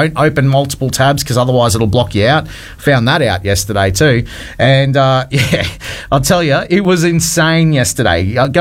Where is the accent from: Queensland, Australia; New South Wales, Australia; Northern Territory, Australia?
Queensland, Australia; Cairns; my hometown of Cairns.